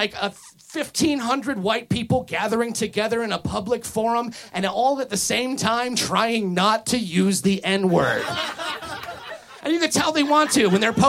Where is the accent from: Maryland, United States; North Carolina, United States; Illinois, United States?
Illinois, United States; Lansing; I'm going to tell you about my town where I come from. I come from Lansing, Illinois. That's like near Indiana, so you know what's going on already.